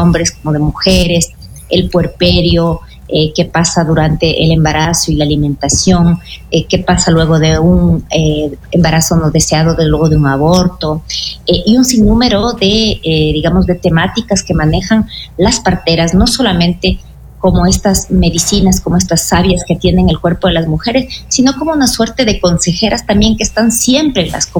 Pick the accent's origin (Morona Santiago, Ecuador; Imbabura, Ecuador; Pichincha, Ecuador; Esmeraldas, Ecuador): Imbabura, Ecuador; nosotras acá como mujeres desde Imbabura.